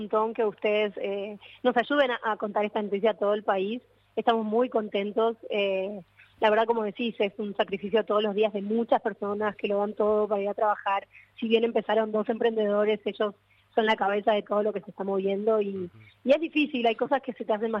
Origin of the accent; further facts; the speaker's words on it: Argentina; now in Paraguay; No, soy argentina, pero vivo hace 30 años en Paraguay